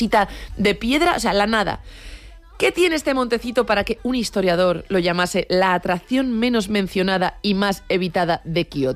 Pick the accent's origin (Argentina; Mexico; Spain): Spain; Madrid, Community of Madrid; Y a ti, amigo y pues que somos de Aluche, esto nos pilla un poco lejos